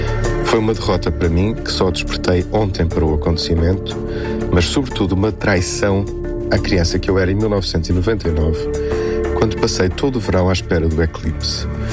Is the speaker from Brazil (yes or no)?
no; Portugal; Sou muito português